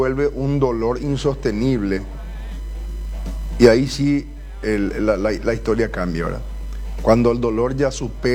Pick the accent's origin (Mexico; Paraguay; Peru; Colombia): Paraguay; a nosotros como paraguayos y paraguayas que vamos a votar